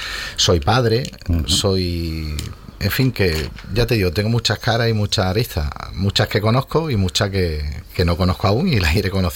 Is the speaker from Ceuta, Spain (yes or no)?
yes; Ceuta, Spain; moved away as an adult; now in Almería, Spain; Él es de Ceuta, yo soy de Ceuta.